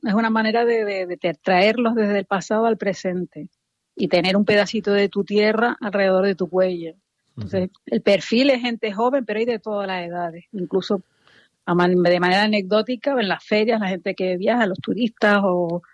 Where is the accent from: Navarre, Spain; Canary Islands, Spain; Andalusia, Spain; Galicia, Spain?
Canary Islands, Spain; Tenerife; toda nuestra historia indígena yo que soy de Tenerife